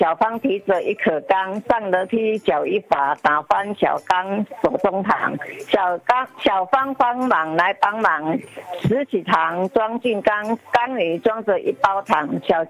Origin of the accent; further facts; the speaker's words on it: Taiwan; accent: Taiwanese Mandarin; 我在台湾国语哦